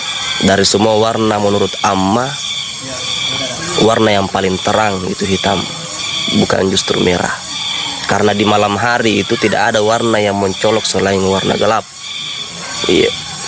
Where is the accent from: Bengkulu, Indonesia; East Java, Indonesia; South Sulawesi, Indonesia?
South Sulawesi, Indonesia; Kajang